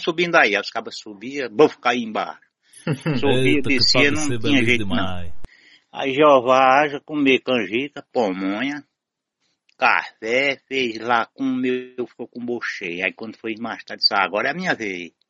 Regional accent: Alagoinha, Pernambuco, Brazil; Eu sou de Alagoinha, Pernambuco, vizinho de Pesqueira, Alagoinha.

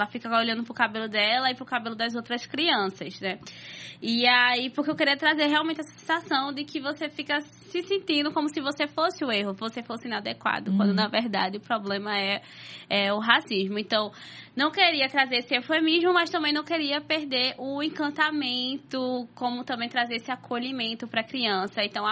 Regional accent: Aliança, Pernambuco, Brazil; em Aliança, que é onde eu cresci, Zona da Mata Norte.

